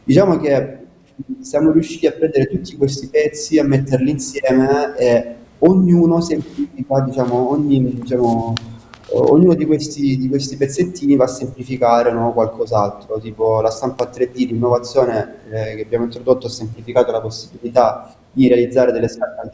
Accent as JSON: {"language": "Italian", "town": "Casarano", "region": "Apulia", "country": "Italy", "tie": "born or raised there", "said": "nonostante sia io che Marco siamo nati e cresciuti a Caserano"}